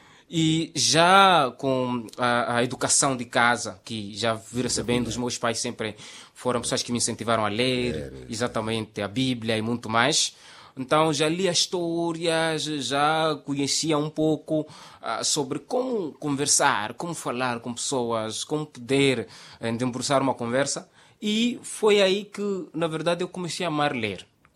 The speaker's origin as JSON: {"language": "Portuguese", "town": "Pebane", "region": "Zambezia", "country": "Mozambique", "tie": "born or raised there", "also_born_or_lived": "Bajone, Zambezia", "said": "Entretanto, saí de lá muito cedo e muito pequeno. Fui crescer no distrito de Pebani, onde praticamente desde os meus 11 anos vivo. E estudei lá praticamente toda a minha vida."}